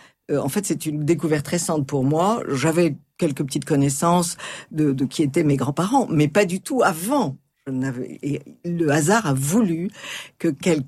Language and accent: French; Marseille, Provence-Alpes-Côte d'Azur, France; que leur maman est marseillaise et pied-noir.